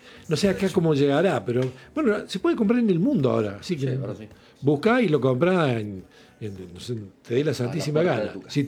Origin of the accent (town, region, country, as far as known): Arroyo Cabral, Córdoba, Argentina; born there